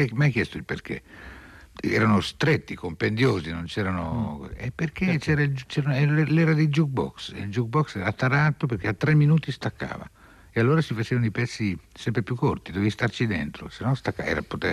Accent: Vigevano, Lombardy, Italy; Io di Pavia, ma vincevano in provincia.

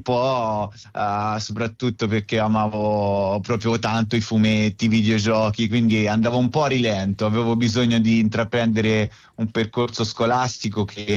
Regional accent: Tuscany, Italy; cioè io chiamo babbo, sono toscano

